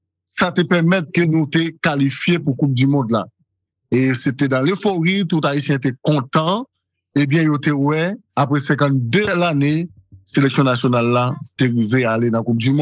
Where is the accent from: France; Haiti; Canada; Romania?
Haiti; Et je dis, hein, en tant que fan Haïti, en tant que Haïtien